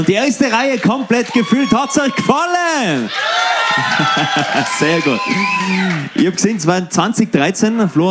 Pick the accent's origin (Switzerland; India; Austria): Austria; Jetzt sehr, sehr große Bühnen bei uns in Österreich